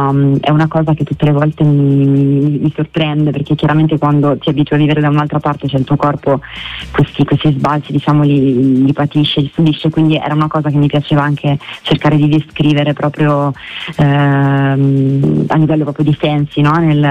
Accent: Sarzana, Liguria, Italy; also born or lived in Carrara; now in Rome, Italy; la zona in cui io sono nata a Carrara, ma sono cresciuta a Sarzana, quindi nella Val di Magra, che è un posto bellissimo, meraviglioso, molto umido, e quindi io faccio sempre esperienza di questo passaggio quando da Roma torno a Sarzana

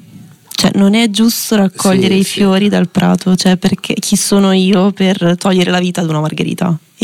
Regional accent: Gallarate, Lombardy, Italy; born there; Qui a Galarate

